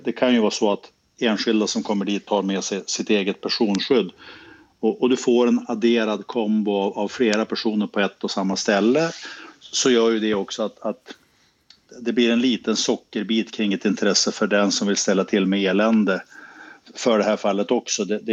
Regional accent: Skellefteå, Västerbotten County, Sweden; jag är ju själv från Skellefteå, så jag är ju inte obevandrad i jämtländsk geografi.

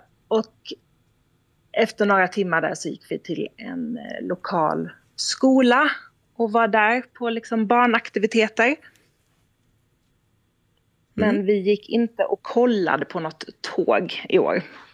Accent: Sweden; moved away as an adult; now in Norway; Det är ju konstigt för mig som svensk

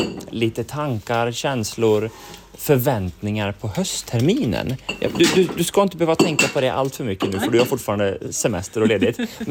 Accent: Västra Götaland County, Sweden; born or raised there; moved away

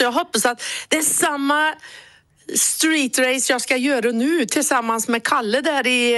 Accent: Sweden; moved away as an adult; Jag har bott utomlands i 18 år och flyttat hem.

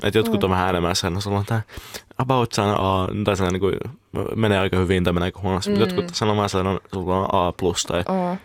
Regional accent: Sweden; born there; also born or lived in Finland; mä kävin Suomessa vähän vuosi, kävin koulussa. Niin kuin ykkösen kävin Suomessa ja sitten päiväkoteja silleen. Ja sen jälkeen käynyt koulussa Ruotsissa ja on nyt lukiossa.

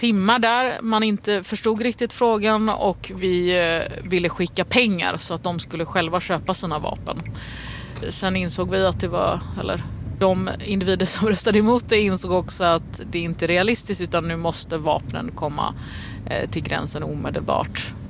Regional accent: Gothenburg, Västra Götaland County, Sweden; accent: Gothenburg; Jag har fått höra det av andra. Alltså att min göteborgska är

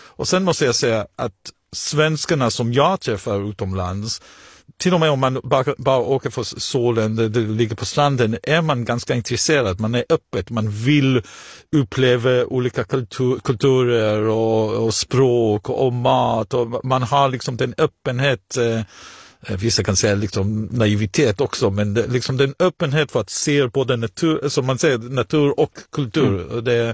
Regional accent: Israel; now in Sweden; Jag kom från Israel och Israel läser man också mycket, men på ett helt annat sätt.

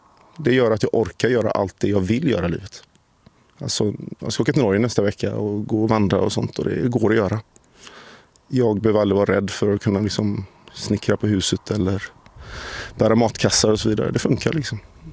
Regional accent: Partille, Västra Götaland County, Sweden; Jag är från Partille. Men nej, jag har svårt att säga sjön. Jag är uppvuxen med insjöar.

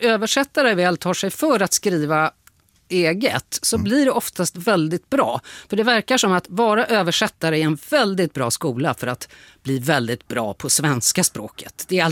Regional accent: Stockholm, Stockholm County, Sweden; Jag tycker ju ändå som stockholmare att det är roligt att han har skrivit en Stockholmsroman.

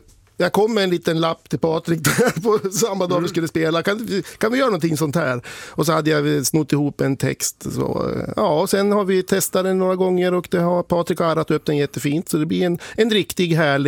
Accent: Söråker, Västernorrland County, Sweden; jag är ju född och uppväxt i Söråker och det är ju liksom ett stenkast ifrån Tynderö och varit mycket på Tynderö i hela mitt liv.

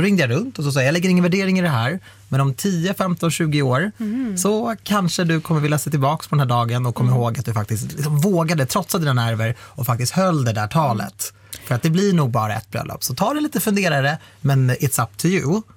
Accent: Iran; Ja, vi är ju iranier.

